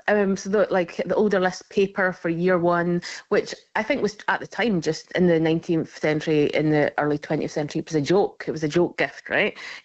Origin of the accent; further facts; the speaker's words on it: Scotland, United Kingdom; Originally, I'm from Scotland. Yeah, a small village.